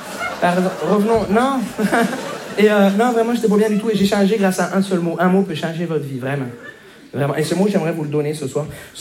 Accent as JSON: {"language": "French", "town": "Montreal", "region": "Quebec", "country": "Canada", "said": "Bonjour, je me présente … je viens de Montréal."}